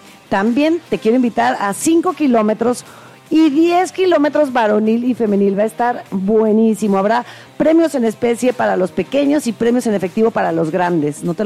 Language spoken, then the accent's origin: Spanish; Mexico